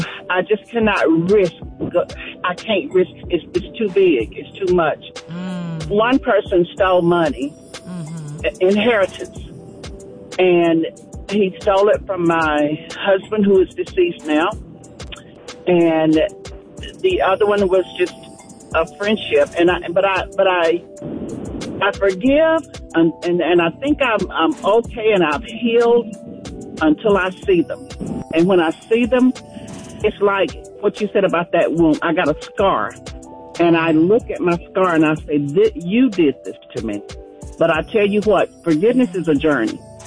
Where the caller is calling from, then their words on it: United States; I'm calling from Douglas County.